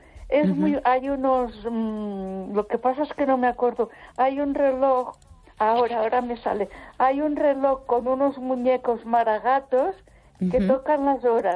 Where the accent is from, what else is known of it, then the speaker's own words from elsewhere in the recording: Barcelona, Catalonia, Spain; que sepa que yo también soy de Barcelona, criada en el barrio de la Sagrada Familia.